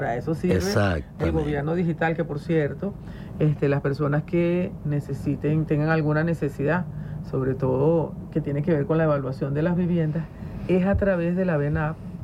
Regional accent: Venezuela; vamos a hablar como venezolanos.

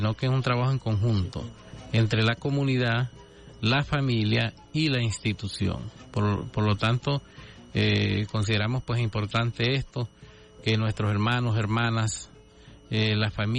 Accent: Anzoátegui, Venezuela; now in Caracas, Venezuela; en el caso nuestro pues desde el estado Anzoátegui

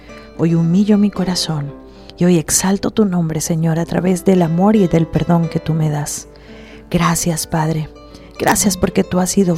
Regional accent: Venezuela

